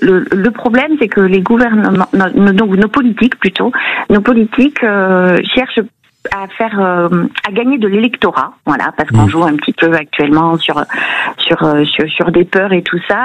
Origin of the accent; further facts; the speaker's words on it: France; born there; Alors moi, je suis née en France. Je suis née en France. Mes parents sont d'origine algérienne.